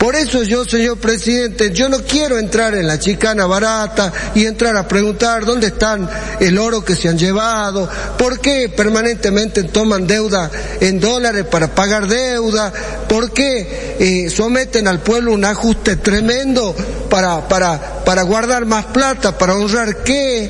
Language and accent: Spanish; Salta, Argentina